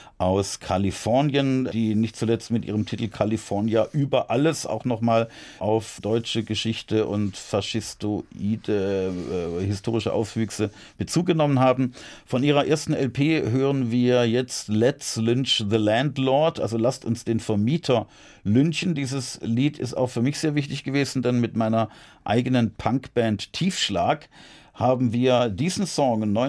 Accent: Heilbronn, Baden-Württemberg, Germany; ich dann in meiner Heimatstadt Heilbronn als Kandidat auch angetreten, als Bürgermeisterkandidat.

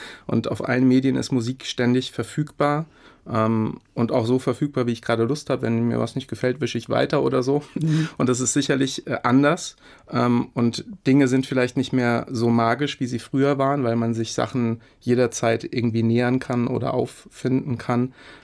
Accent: Hofheim, Hesse, Germany; Und das wollte ich eben gerne auch mit den Menschen in meiner Heimatstadt in Hofheim teilen.

